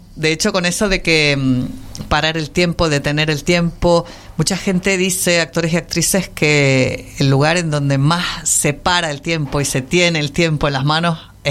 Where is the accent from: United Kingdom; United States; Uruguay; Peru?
United Kingdom; England; now in Spain; no así en Inglaterra, mi país de origen